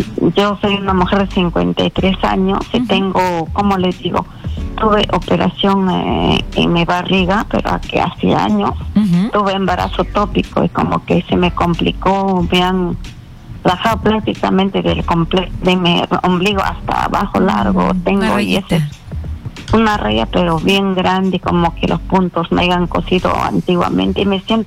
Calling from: Lima, Peru; llamo desde San Juan del Origancho.

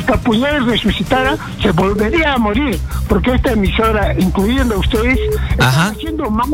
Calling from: Puno, Peru; desde Puno.

